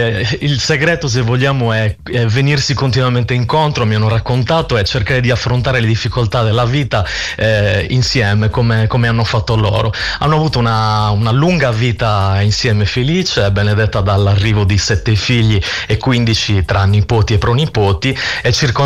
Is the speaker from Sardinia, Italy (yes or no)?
yes; Sarroch, Sardinia, Italy; essendo poi sarrocchese come loro, ho conosciuto una parte del mio paese che non conoscevo.